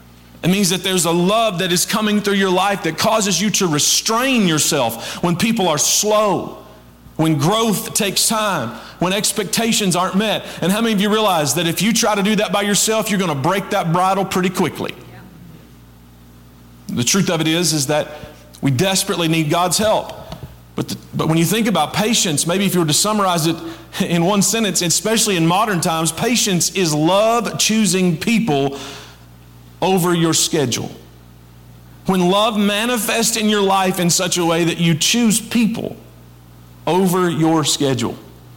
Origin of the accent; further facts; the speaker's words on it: Kentucky, United States; I grew up in Krillsburg, Kentucky, and we just say, why you gotta be so hateful?